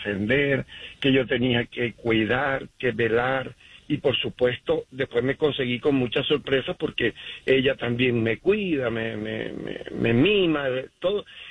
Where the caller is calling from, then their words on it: Utah, United States; Desde Utah, estoy aquí.